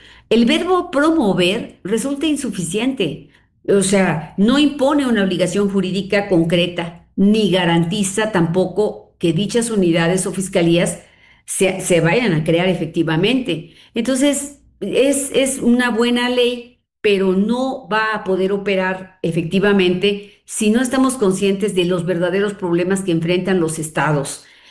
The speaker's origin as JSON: {"language": "Spanish", "region": "Hidalgo", "country": "Mexico", "said": "Mira, yo soy de Hidalgo. En Hidalgo solo hay un centro de justicia en Pachuca."}